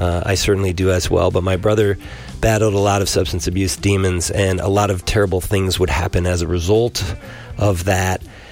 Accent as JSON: {"language": "English", "region": "New York", "country": "United States", "tie": "born or raised there", "said": "I'm 52 years old. You were the same age. You grew up in Baltimore. I grew up in New York."}